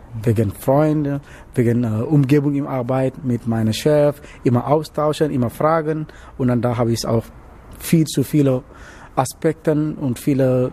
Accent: Dakar, Senegal; German is a second language; now in Germany

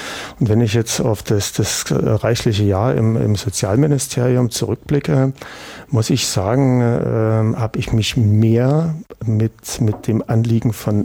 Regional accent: East Germany, Germany; born or raised there

